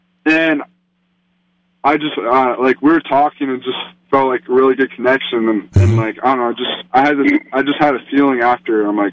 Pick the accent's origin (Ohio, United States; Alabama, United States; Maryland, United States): Ohio, United States; Columbus; to beat him and win in my hometown